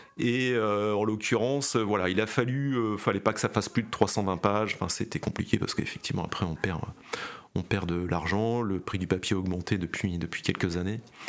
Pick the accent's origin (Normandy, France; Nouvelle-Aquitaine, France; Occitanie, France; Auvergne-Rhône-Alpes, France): Normandy, France; born there; je suis né dans la Manche